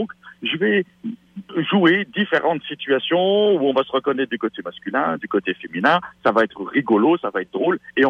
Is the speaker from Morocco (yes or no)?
no; Quebec, Canada; accent: Québécois; ben tu peux entendre à mon accent que je suis québécois